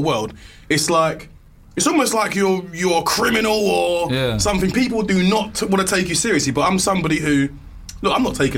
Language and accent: English; Nigeria; you can tell I'm Nigerian, look at me, I'm sweating like...